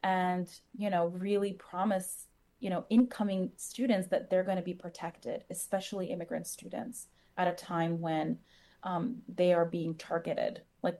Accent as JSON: {"language": "English", "country": "United States", "said": "I want to advocate as an American."}